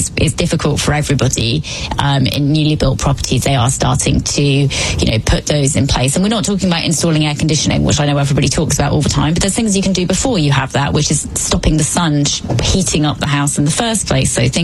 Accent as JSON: {"language": "English", "region": "London", "country": "United Kingdom", "said": "Except that I think as a Londoner"}